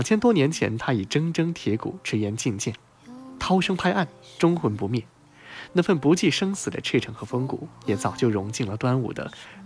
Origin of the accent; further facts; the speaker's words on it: China; 今天是我们中国人的节日